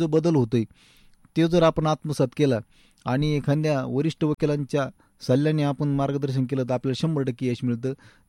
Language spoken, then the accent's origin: Marathi; Maharashtra, India; मुळा आणि प्रवर, आमच्या गावापासून 5 किलोमीटर संगम आहे दोन्हीचा